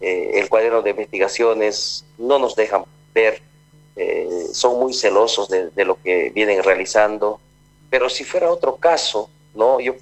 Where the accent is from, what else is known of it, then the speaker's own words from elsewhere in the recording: Montero, Santa Cruz, Bolivia; born there; also born or lived in Cochabamba, Bolivia; yo radico acá mucho tiempo, más de 30 años radico. Yo llego acá cuando yo tenía algo de 8 años, algo así. Ya mis padres me trajen por estos lados. Y aquí conocí una familia, aquí conozco a mi esposa, aquí tengo estudios. Y aquí tengo yo ya una vida hecha